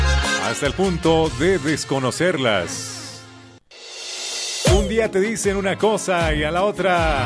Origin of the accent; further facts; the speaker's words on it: Bolivia; yo soy de Bolivia, yo soy de Bolivia, yo soy boliviano.